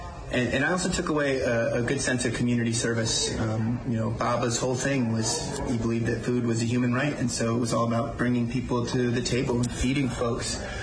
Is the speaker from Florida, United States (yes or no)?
yes; Sebastian, Florida, United States; born there; moved away; also born or lived in Vero Beach, Florida; I was born in Vero Beach, but I lived in Sebastian.